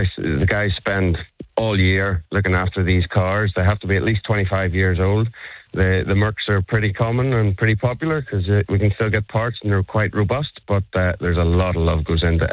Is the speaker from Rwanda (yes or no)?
no; Ireland; now in Melbourne, Australia; I use factor 50 in Melbourne anyway. I'm Irish.